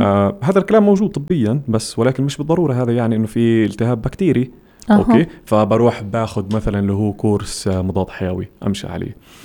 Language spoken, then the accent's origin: Arabic; West Bank, Palestine; عندنا في الضفة الغربية